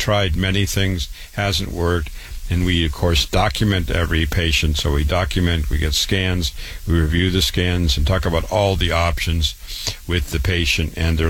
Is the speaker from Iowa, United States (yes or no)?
yes; Waterloo, Iowa, United States; Born and raised in Waterloo, Iowa.